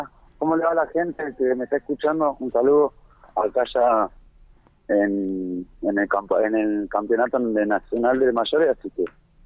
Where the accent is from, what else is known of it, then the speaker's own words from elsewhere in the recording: El Calafate, Santa Cruz, Argentina; Bueno, salimos de acá de Calafate, nosotros nos ayudó la municipalidad de ahí, así que estamos compitiendo